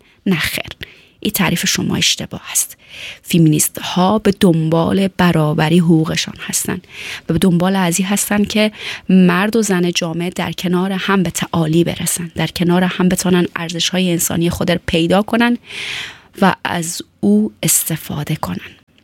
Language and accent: Persian; Afghanistan; ما و شما هم از افغانستان آمدیم، بهتره که آبروداری کنیم.